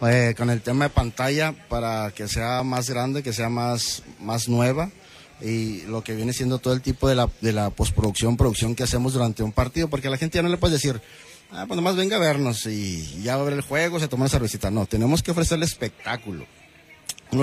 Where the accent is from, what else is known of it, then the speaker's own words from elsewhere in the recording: Chihuahua, Mexico; Pero pues al final del día todos somos chihuahuenses, todos somos amigos, ¿verdad?